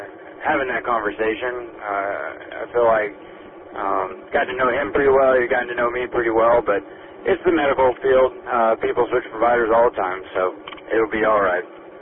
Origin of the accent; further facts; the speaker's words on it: Chattanooga, Tennessee, United States; moved away; until I moved from Chattanooga, I'm from Chattanooga, Tennessee